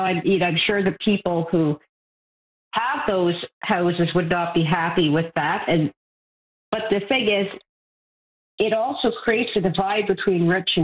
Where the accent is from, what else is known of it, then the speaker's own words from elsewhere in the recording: Toronto, Ontario, Canada; now in Beaconsfield, Canada; I grew up in Toronto on the edge of the Rouge National Park in Blake, Ontario, and I was able to walk along the waterfront trail. But when I moved to Beaconsfield